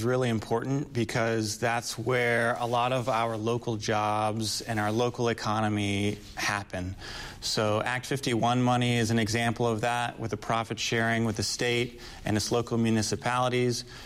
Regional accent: Atlanta, Georgia, United States; moved away as an adult; also born or lived in Iwakuni, Japan; now in Upper Peninsula, Michigan, United States; I grew up in Atlanta, Georgia.

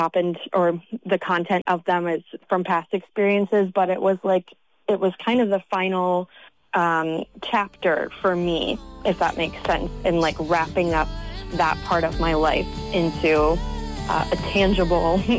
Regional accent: Leelanau County, Michigan, United States; moved away as an adult; also born or lived in Boston / Valencia, Spain / Nashville; I grew up in Leelanau County with parents and family that really appreciate folk and roots music.

